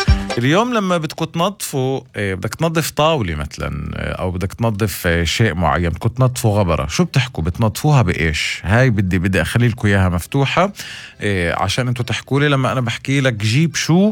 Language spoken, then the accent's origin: Arabic; Palestine; accent: Palestinian; كلمات فلسطينيه، كلمات من لهجتنا العربيه